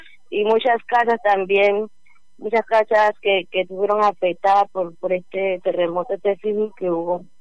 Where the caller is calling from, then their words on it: Colombia; yo soy acá habitante de la Vereda La Gloria.